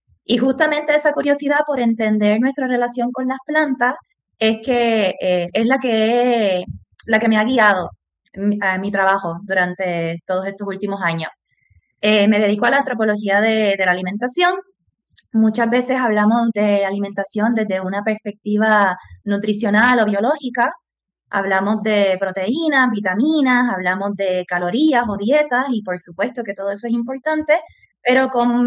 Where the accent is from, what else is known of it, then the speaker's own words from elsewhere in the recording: Humacao, Puerto Rico; moved away as an adult; now in Argentina; yo soy de Humacao, pero actualmente, como bien menciona Roxana, estoy viviendo en Argentina